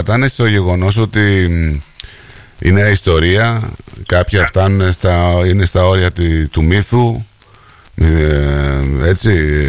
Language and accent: Greek; Greece; Από αυτή την άποψη το λέμε εμείς σαν Έλληνες.